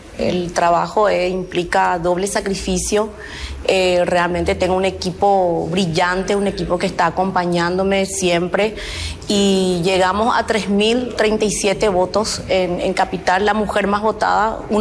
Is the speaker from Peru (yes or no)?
no; Asunción, Paraguay; Yo soy de Asunción, soy del barrio Sajón.